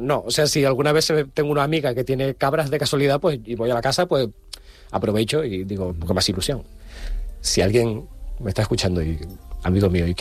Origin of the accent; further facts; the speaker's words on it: Santa Cruz de Tenerife, Canary Islands, Spain; yo que soy de Santa Cruz, sí, tenemos familia en La Perdoma